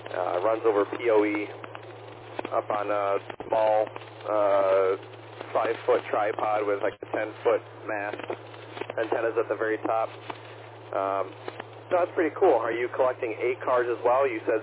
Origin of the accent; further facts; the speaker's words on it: New York, United States; I'm from the Finger Lakes region of New York State.